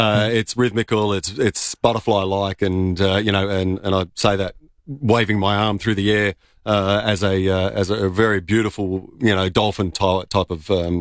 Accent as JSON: {"language": "English", "town": "Modbury", "region": "South Australia", "country": "Australia", "tie": "born or raised there", "said": "Modbury I grew up in."}